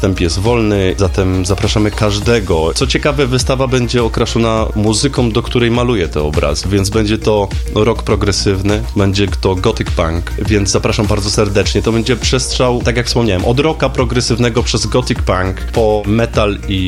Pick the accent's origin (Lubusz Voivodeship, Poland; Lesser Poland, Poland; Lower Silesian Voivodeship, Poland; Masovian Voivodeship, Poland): Lesser Poland, Poland; Skawina; ale także ludzi stąd, ze Skawiny, z mojego rodzinnego miasta, więc moich przyjaciół z dawnych lat, z osiedla.